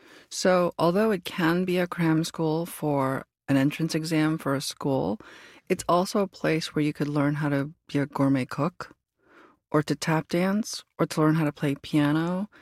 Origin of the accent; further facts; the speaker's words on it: New York City, New York, United States; However, when I was in high school, I went to the Bronx High School of Science in New York, which is a specialized high school.